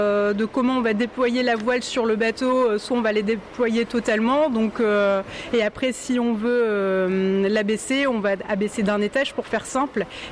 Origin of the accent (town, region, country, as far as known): Hauts-de-France, France